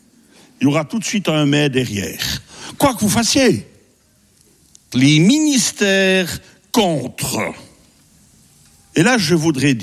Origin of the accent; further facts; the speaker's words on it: Switzerland; je suis suisse hein, quand même, toujours un peu prudent quand même.